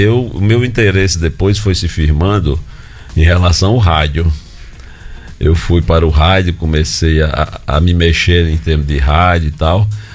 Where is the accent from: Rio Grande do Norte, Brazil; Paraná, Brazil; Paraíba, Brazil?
Rio Grande do Norte, Brazil; Mossoró; Eu sou moçoroense há quase 63 anos, né?